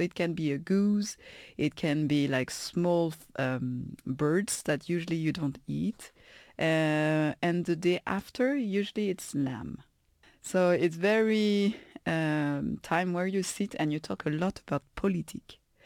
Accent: Paris, Île-de-France, France; So I come from Paris, and that's a very eclectic place where you have people from different places. My family is Buddhist

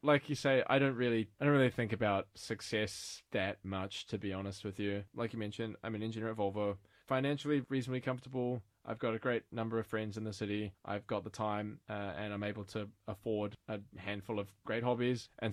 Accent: New Zealand; moved away as an adult; now in Sweden; I come from New Zealand

